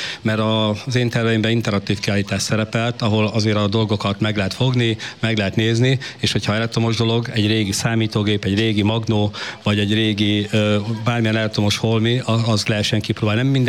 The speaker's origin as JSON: {"language": "Hungarian", "town": "Adásztevel", "region": "Veszprém County", "country": "Hungary", "said": "én faluról származom, Adászteverről"}